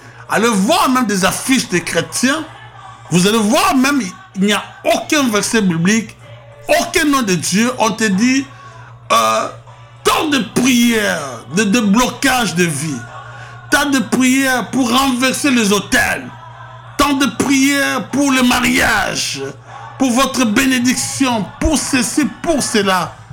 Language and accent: French; DR Congo; born there; moved away; Moi, je l'ai vécu dans mon pays d'origine avec le maréchal dictateur Mobutu